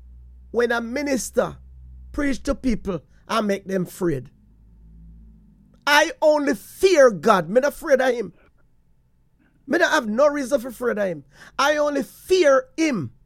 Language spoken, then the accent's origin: English; Portland Cottage, Clarendon, Jamaica; when I was a boy growing up in Portland Cottage in Clarendon